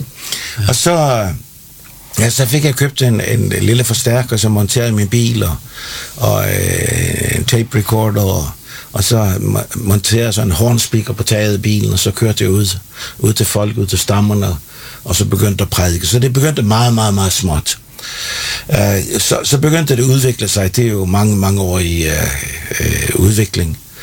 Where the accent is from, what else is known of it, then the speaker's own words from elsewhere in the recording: Capital Region of Denmark, Denmark; Altså, jeg er fisker søn fra Bornholm. Og som dreng så tog jeg også ude i robåden med pilken